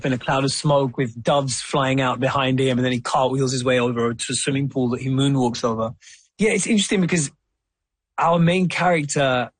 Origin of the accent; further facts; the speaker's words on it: Wembley, London, United Kingdom; I saw actually my own experience. I would read this play about Prince growing up in Denmark, and I was like, this is exactly like growing up in Wembley.